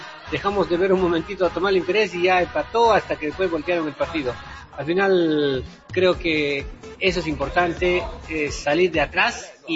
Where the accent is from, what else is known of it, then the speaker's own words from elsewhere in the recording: Peru; moved away; somos cuatro peruanos el día de hoy.